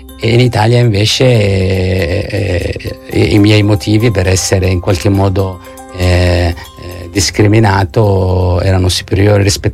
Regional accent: Amman, Amman Governorate, Jordan; Italian is a second language; moved away as an adult; also born or lived in Perugia, Italy; io ho vissuto ad Amman in Giordania

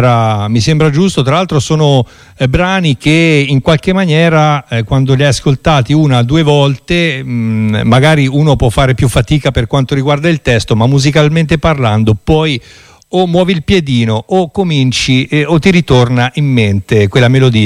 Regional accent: Arezzo, Tuscany, Italy; Non so, magari anche dalle nostre parti, noi siamo di Arezzo.

